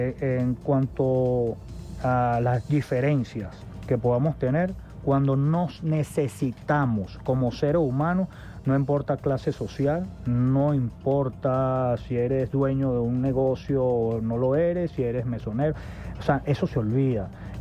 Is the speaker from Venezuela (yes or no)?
yes; Venezuela; nosotros como venezolanos